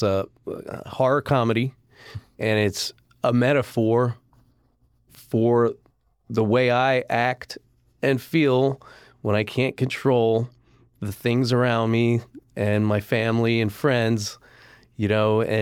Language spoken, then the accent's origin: English; Florida, United States; Yeah, well, we're from Florida, so never been out to this side of the country.